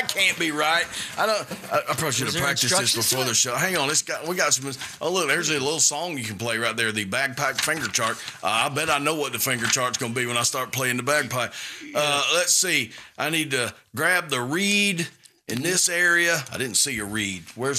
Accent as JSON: {"language": "English", "town": "Soso", "region": "Mississippi", "country": "United States", "said": "Y'all know I am from So-So, Mississippi."}